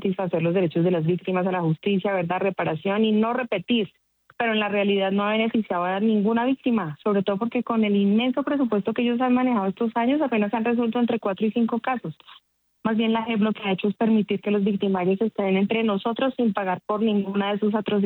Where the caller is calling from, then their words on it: Bogotá, Colombia; hablo desde Bogotá.